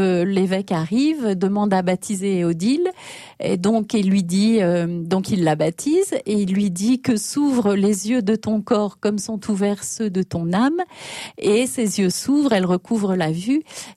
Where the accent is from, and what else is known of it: Grand Est, France